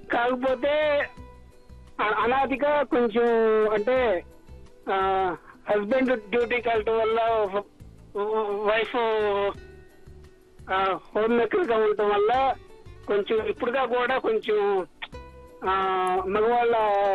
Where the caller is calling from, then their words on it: Guntur, Andhra Pradesh, India; నేను గుంటూరు నుంచి